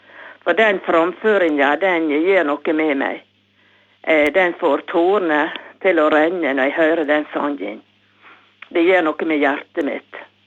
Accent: Løfsøya, Møre og Romsdal, Norway; now in Vigra, Norway; og jeg bor på Roal på Vigra. Jeg kommer egentlig fra Løfsøya, og den fine øya, den ser jeg rett fra kjøkkenvinduet mitt.

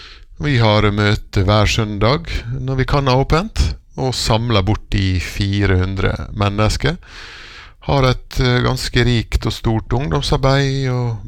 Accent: Ålesund, Møre og Romsdal, Norway; also born or lived in Godøya; now in Spjelkavik, Norway; jeg jo en oppvokst steinvoksgutt opprinnelig, men jeg har bodd mye på Godøya, og ble frelst som ungdom på Godøya, men ble med I pinsbevegelsen, for der gikk mor mi. Jeg ble frelst på Godøya som 17-åring I 81

